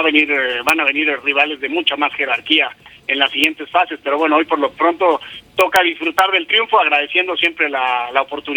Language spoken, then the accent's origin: Spanish; Mexico; el vínculo afectivo que nos une a México porque somos mexicanos